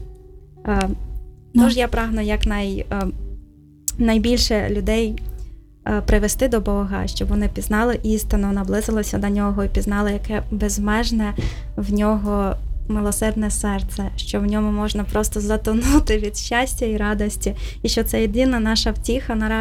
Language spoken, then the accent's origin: Ukrainian; Mariupol, Donetsk Oblast, Ukraine; born there; я народилася в місті Маріуполі, названому на честь Святої Діви Марії.